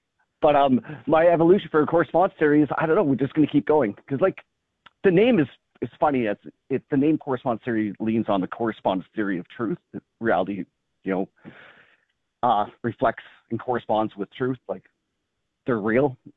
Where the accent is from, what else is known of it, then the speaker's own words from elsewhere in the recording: Canada; Then the trucker hat, because I'm Canadian.